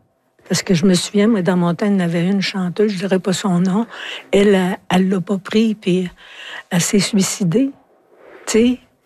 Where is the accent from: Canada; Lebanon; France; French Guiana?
Canada; Quebec; Mais tu sais, je viens de l'Abitibi.